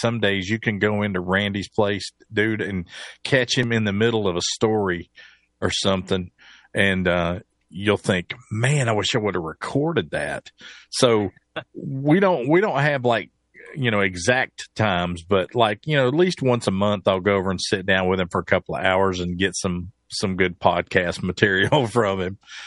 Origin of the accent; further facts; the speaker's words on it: Bristol, Tennessee, United States; moved away; my hometown of Bristol, Tennessee.